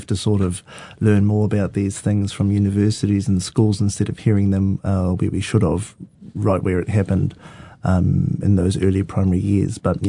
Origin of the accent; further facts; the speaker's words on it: Gisborne, New Zealand; now in Hamilton, New Zealand; growing up and being schooled right in Gisborne there